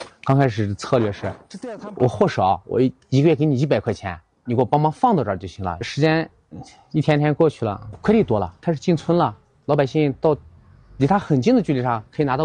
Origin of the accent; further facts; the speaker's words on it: Urumqi County, Xinjiang, China; 我是土生土长的乌鲁木齐县人